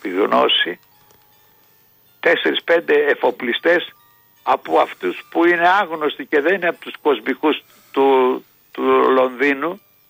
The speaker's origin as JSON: {"language": "Greek", "country": "Greece"}